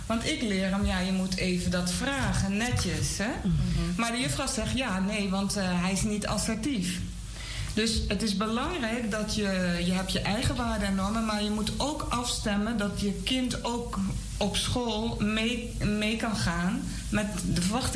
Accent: Gelderland, Netherlands; ik kom hier uit Nederland, ik ben in de Achterhoek opgegroeid

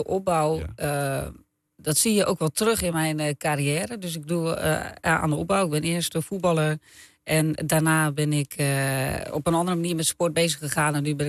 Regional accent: Lisse, South Holland, Netherlands; born there; Ja, dus ik heb een broer en een zus en we zijn alle drie geboren in Lisse.

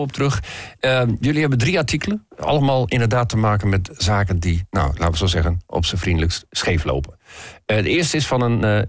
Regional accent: Groningen, Netherlands; Hoe staan wij er allemaal als Groningers zeg maar tegenover?

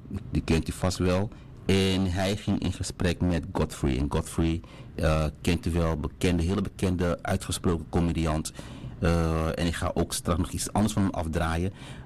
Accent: Suriname; Niet bij mij trouwens, maar bij ons als Surinamers komen nog steeds voor.

